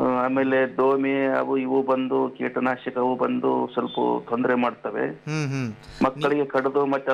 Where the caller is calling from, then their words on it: Karnataka, India; ಜೋಕೂರ್ ಗ್ರಾಮದಿಂದ